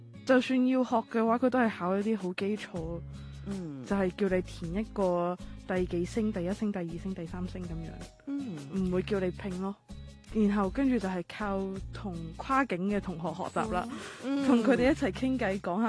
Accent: Hong Kong; 我因为作为香港人啦

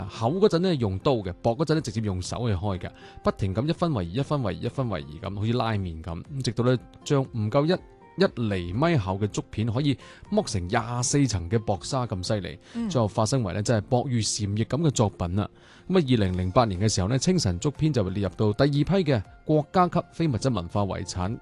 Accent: Guangdong, China; 我们广东人

